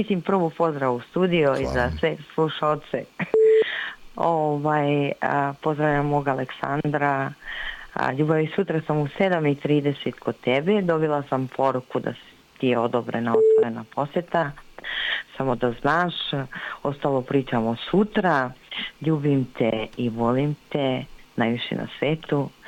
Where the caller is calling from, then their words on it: Vienna, Austria; Ne, iz Beča sam trenutno.